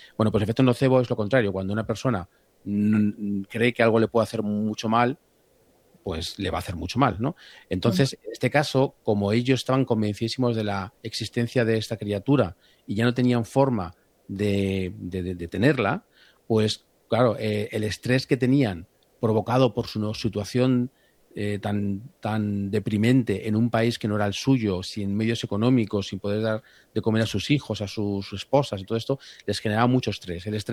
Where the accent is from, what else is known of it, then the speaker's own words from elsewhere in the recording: Madrid, Community of Madrid, Spain; yo soy una persona que no soy de costa, soy de Madrid, entonces para mí el mar me asusta.